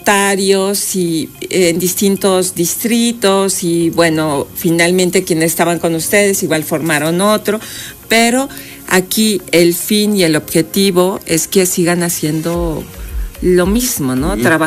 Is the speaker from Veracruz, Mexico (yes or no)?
yes; Veracruz, Mexico; soy de las que se emociona así literal mexicana de Viva México, se me salen palabras así también como buena jarocha, que traigo también sangre.